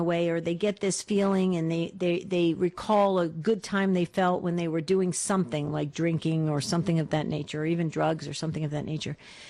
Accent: East Coast, United States; accent: back east; now in Arizona, United States; You probably picked up a little of my back east accent, but I live in Arizona now.

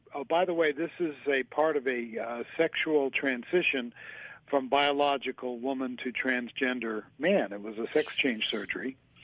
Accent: California, United States; I know I'm from California, I know what's happening.

